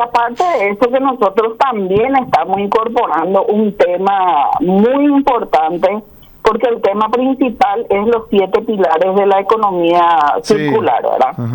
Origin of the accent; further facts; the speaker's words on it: Paraguay; esa idea nosotros como paraguayos tenemos que cada uno sumar en nuestro sector